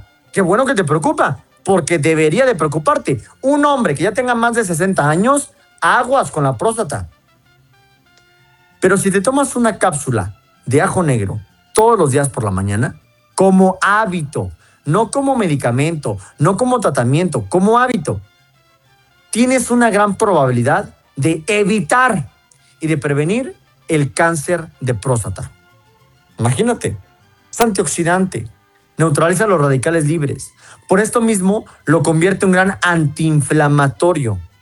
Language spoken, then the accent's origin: Spanish; Toluca, State of Mexico, Mexico; now in Mexico City, Mexico